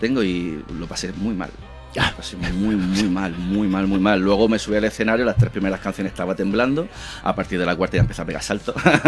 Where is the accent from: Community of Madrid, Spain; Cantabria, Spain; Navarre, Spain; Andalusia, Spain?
Andalusia, Spain; Huércal-Overa; accent: Almería; de Almería en mí está mi forma de ver la vida. Mi forma de ver el mundo, de entender un poco mi entorno. Y bueno, y sobre todo pues este acentazo que tengo almeriense.